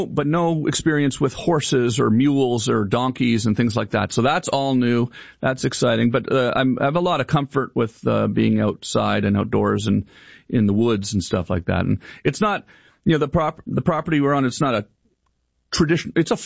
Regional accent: Ottawa, Ontario, Canada; also born or lived in Los Angeles, United States; I decided I want to move home to Canada. This is, you know, I've been in LA for a long time, and I grew up in Ottawa, and my parents are there, and I want to be closer to them, and so moved back, found this farm.

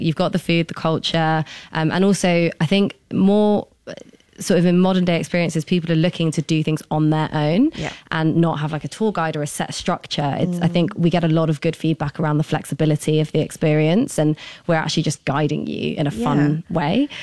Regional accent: London, United Kingdom; moved away as an adult; now in Singapore; I'm half Singaporean. Uh-huh. My mother's from Singapore, and I was born and raised in London.

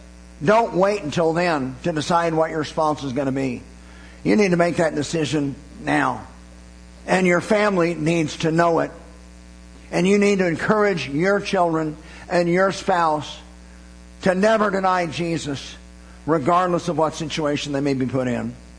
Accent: United States; as an American and as a patriot.

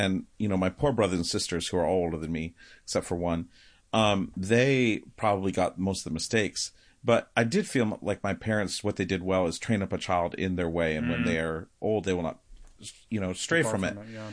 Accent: Michigan, United States; So I'm from, if you're on the radio, you can't see me, but I'm holding up my hand as a true Michigander because this is how we use body parts for directions.

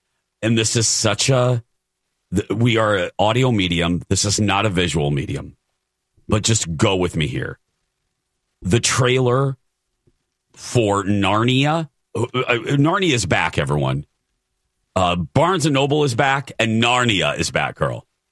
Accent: Indiana, United States; I grew up in Indiana.

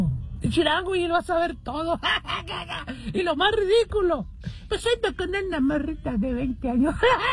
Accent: Las Vegas, Nevada, United States; Yo soy de Las Vegas, ese güey no.

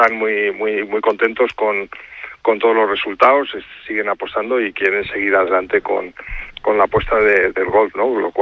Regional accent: Águilas, Region of Murcia, Spain; Yo soy de Águilas.

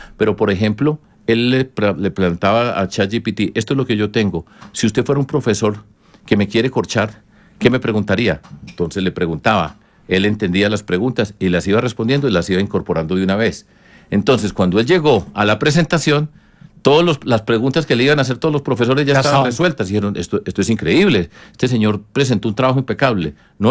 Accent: Colombia; yo soy colombiano, hijo de madre

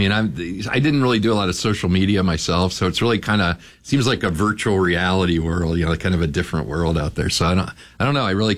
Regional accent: Springfield, Ohio, United States; moved away as an adult; now in Michigan, United States

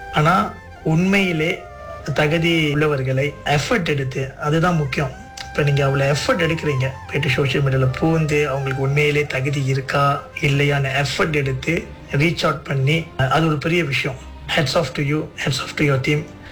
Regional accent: Seberang Jaya, Penang, Malaysia; பிறந்தது வளர்ந்தது எல்லாமே சிபராங் ஜயா பிராய் பினாங் என்ற இடத்துல தான்.

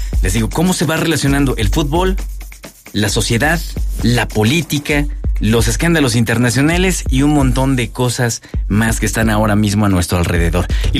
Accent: Mexico

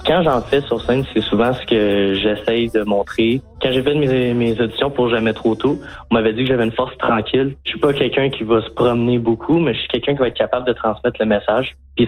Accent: Quebec, Canada; Quand on leur dit « je viens de Kentley », c'est comme « ah, tu viens d'où? » Je viens d'à côté de Gatineau.

